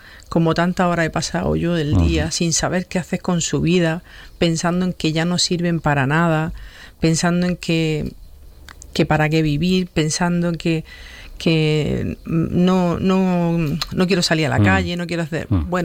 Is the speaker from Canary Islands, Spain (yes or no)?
no; Huércal de Almería, Andalusia, Spain; Me encanta que haya sido aquí en mi pueblo, es que no podía haber sido de otra forma, claro, en Huércal.